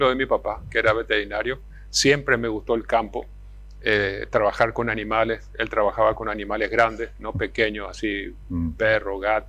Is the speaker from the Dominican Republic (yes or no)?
no; Paraguay; born there; No, nacido acá en esta bendita tierra.